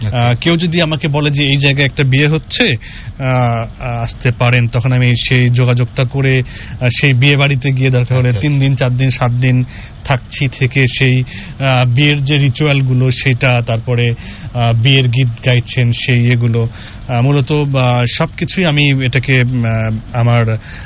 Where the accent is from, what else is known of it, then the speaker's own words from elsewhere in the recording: Bogura, Rajshahi Division, Bangladesh; born there; আমার জন্মস্থান বগুড়া